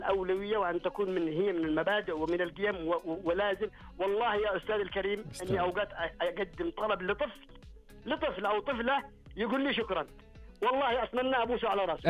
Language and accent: Arabic; Yemen; now in Abha, Saudi Arabia; أنا أكلمك من أبها، طبعا أخوك يمني